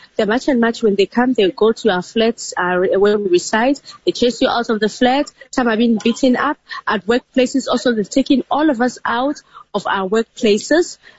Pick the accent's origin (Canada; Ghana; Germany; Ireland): Ghana; because I can't say I'm going back to Ghana, because I grew up in Ghana and I do not know.